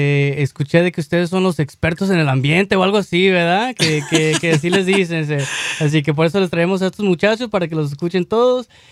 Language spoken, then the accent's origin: Spanish; El Monte, California, United States; toco la armonía y soy originario del Monte.